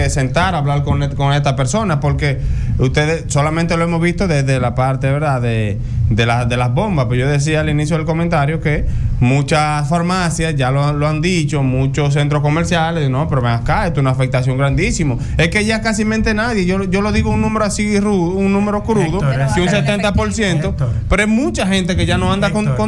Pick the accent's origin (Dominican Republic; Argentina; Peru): Dominican Republic; Tamayo, Bahoruco; yo soy de Tamayo.